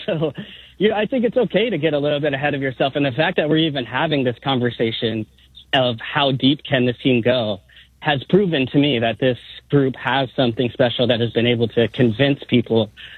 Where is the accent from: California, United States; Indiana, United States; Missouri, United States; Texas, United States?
California, United States; Bay Area; now in Brooklyn, United States; I live here in Brooklyn. I'm from the Bay Area.